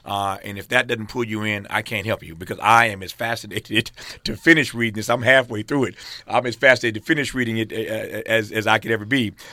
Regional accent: Indiana, United States; also born or lived in Mississippi; No idea, as a kid growing up in Indiana, born in Mississippi, that I'd ever meet Muhammad Ali

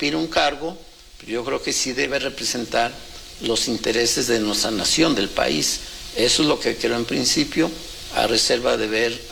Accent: State of Mexico, Mexico; Yo, como soy del Valle de México, del altiplano, del centro, en particular del Estado de México, a lo mejor nunca en nuestra región No.

